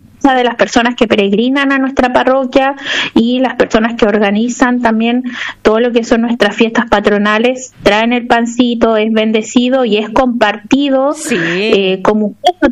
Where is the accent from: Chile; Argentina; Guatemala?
Chile; Nosotros los chilenos por ahí somos un poquitito fríos